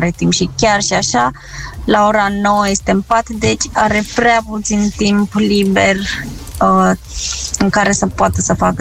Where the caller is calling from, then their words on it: Craiova, Dolj, Romania; din Craiova.